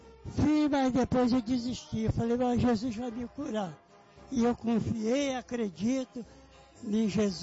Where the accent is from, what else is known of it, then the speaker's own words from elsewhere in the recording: São João de Meriti, Rio de Janeiro, Brazil; eu vim da cidade de São João de Meriti.